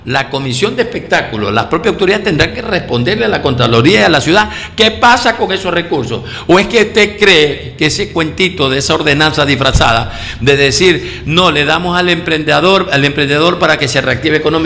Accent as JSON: {"language": "Spanish", "town": "Manta", "region": "Manabí", "country": "Ecuador", "tie": "born or raised there", "said": "Yo nací en Manta, en el barrio Cristo Rey, pues. Uh-huh. En la parroquia Tarque, ahí me crié."}